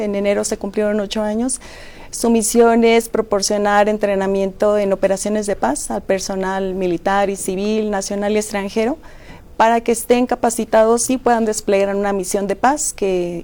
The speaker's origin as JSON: {"language": "Spanish", "town": "Irapuato", "region": "Guanajuato", "country": "Mexico", "said": "Y pues soy de Irapuato, Guanajuato, no muy lejos, pero mis padres son de una condición humilde."}